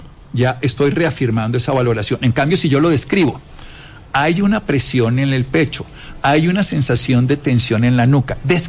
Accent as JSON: {"language": "Spanish", "town": "Armero", "region": "Tolima", "country": "Colombia", "said": "yo soy de Armero, y esto sí que fue importante, la reconstrucción del pueblo"}